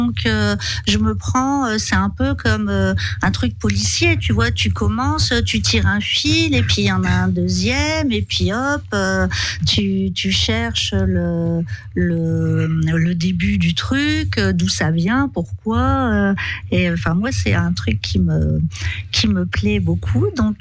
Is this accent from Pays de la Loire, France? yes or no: no; Lille, Hauts-de-France, France; now in Toulouse, France; Oui, après moi d'origine je suis lilloise